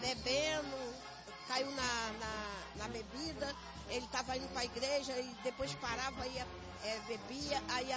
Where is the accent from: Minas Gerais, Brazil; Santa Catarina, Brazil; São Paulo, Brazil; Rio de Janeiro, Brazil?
Rio de Janeiro, Brazil; Piabetá; Eu vim de Piabetá.